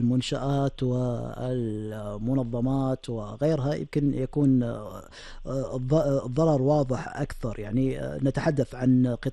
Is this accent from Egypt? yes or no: no; Kuwait; أنا من الكويت